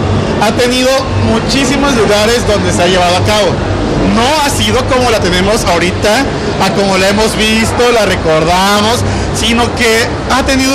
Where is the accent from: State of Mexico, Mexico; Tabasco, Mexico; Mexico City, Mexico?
Tabasco, Mexico; Villahermosa; born there; yo vengo del Parque La Choca para acá. O sea, del otro lado del río.